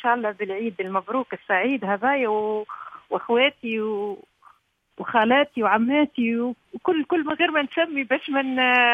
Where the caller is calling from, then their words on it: Kalaa Kebira, Sousse Governorate, Tunisia; من القلعة الكبيرة.